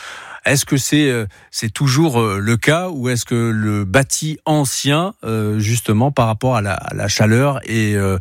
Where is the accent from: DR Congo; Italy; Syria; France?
France